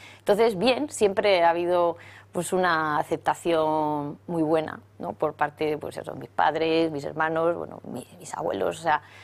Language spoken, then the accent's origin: Spanish; Segovia, Castile and León, Spain; Bueno, pues somos una familia de Segovia pues muy normal, muy, muy estándar. Soy la segunda de 4 hermanos.